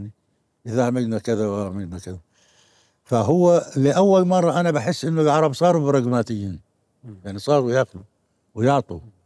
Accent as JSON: {"language": "Arabic", "country": "Palestine", "said": "فإحنا اثنين يعني عرفوا إنه إحنا فلسطينيين."}